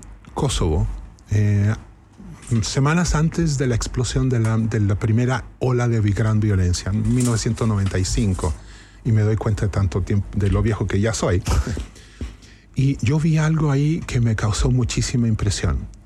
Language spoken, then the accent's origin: Spanish; Arica, Arica y Parinacota, Chile; moved away; soy de Arica